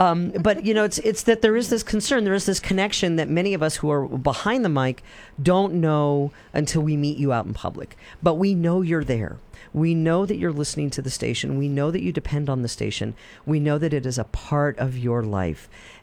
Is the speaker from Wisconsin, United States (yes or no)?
yes; Wisconsin, United States; moved away; I'm originally from Wisconsin, and you can hear it whenever I talk about Wisconsin or Minnesota or yeah, you betcha.